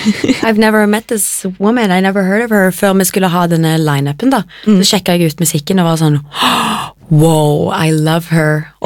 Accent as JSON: {"language": "Norwegian", "town": "Stavanger", "region": "Rogaland", "country": "Norway", "said": "jeg er fra Stavanger."}